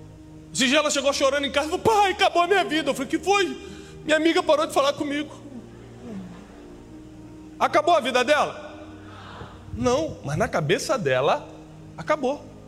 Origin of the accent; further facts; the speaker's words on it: Rio de Janeiro, Brazil; quando eu era menino, fui criado ali em Vila da Penha